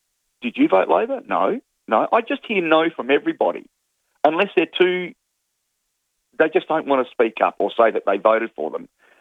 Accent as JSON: {"language": "English", "country": "Australia", "said": "in my eyes, Australians, we're all Australian, whether you're whatever colour, race, whatever."}